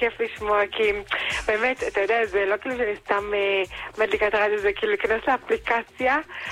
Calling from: Jerusalem, Jerusalem District, Israel; אני מירושלים

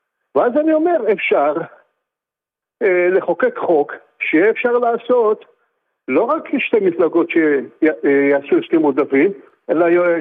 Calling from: Netanya, Central District, Israel

